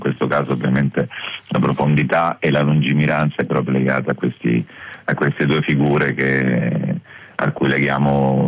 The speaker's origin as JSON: {"language": "Italian", "region": "Marche", "country": "Italy", "said": "Poi appunto vengo dalle Marche"}